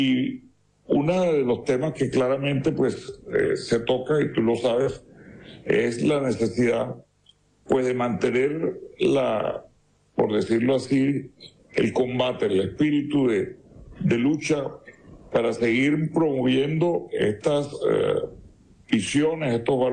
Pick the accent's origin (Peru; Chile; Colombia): Colombia; Barranquilla, Atlántico; en Barranquilla, mi ciudad natal, donde trabajaba.